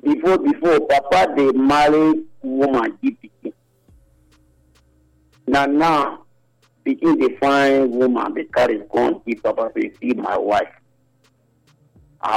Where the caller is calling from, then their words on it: Bolivia; I'm calling from Bolivia.